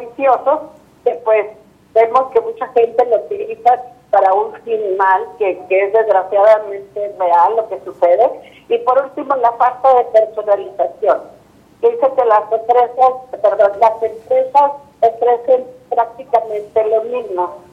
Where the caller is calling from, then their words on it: Ciudad Juárez, Chihuahua, Mexico; Estoy en Juárez, ya no he salido.